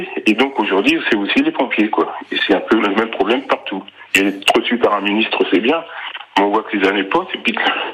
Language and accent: French; Le Mans, Pays de la Loire, France; moi, je suis pas de la région, je suis originaire du Mans. Je suis là pour le mois de septembre.